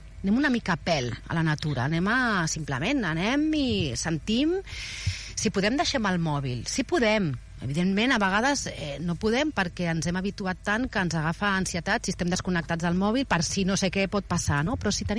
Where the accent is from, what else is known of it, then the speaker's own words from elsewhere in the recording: Barcelona, Catalonia, Spain; now in Altafulla, Spain; jo parlo de com altafullenca o com a barcelonina afincada Altafulla